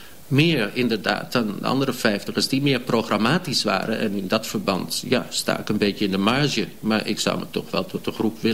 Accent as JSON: {"language": "Dutch", "town": "The Hague", "region": "South Holland", "country": "Netherlands", "tie": "born or raised there", "also_born_or_lived": "Amsterdam", "said": "Namelijk toen ik in Scheveningen woonde. Ik ben in Amsterdam geboren, maar ik ben in Scheveningen opgegroeid."}